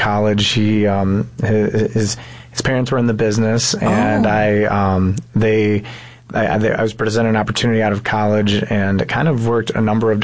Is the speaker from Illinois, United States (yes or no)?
yes; Chicago, Illinois, United States; also born or lived in Park Ridge, Illinois; Yes, one of seven children. I grew up in the north side in the Jefferson Park area.